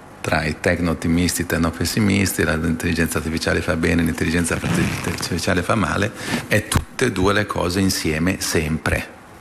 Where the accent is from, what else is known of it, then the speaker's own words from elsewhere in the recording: Milan, Lombardy, Italy; io sono di Milano